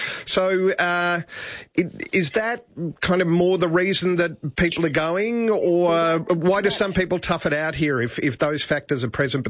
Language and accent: English; Australia; I am Australian, so I'll say Gen Z.